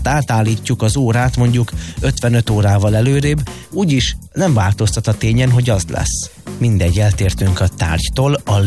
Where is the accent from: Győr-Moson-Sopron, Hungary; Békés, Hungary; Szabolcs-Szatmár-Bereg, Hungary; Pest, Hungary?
Szabolcs-Szatmár-Bereg, Hungary; Már Bereg vármegyéből származom, azon belül is inkább a Bereg